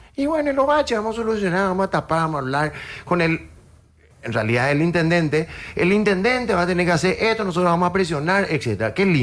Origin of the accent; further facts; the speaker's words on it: Asunción, Paraguay; yo también soy de Asunción, y me pongo en el lugar también de otros asuncenos.